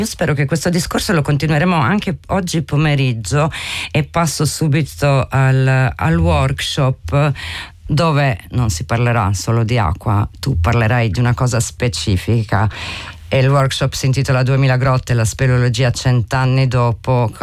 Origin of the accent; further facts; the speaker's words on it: Buje, Istria County, Croatia; Io sono di Buia d'Istria